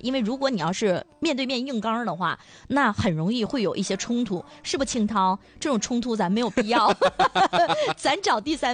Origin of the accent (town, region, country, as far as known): China